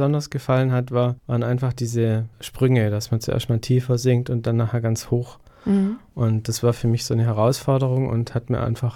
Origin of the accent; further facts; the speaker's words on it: Baden-Württemberg, Germany; Ich komme aus Haupt am Neckar und das ist in der Nähe von Stuttgart und das sind so ungefähr 800 Kilometer von hier. Ja, und jetzt hat es mich in den hohen Norden verschlagen